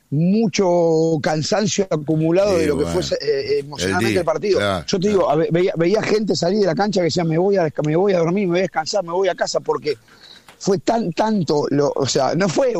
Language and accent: Spanish; Buenos Aires, Argentina; A los que nos toca vivir en Buenos Aires, a los que somos porteños desde la cuna